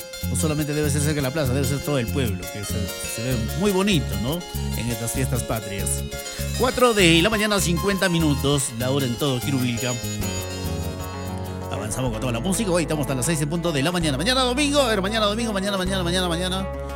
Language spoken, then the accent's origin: Spanish; Peru; Hay que identificarse como verdaderos peruanos, como quirúrguinos.